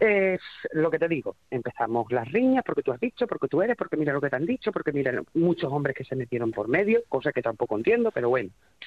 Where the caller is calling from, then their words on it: Extremadura, Spain; somos tres chicas de Mérida, o sea, tres chicas de Badajoz y una de Mérida.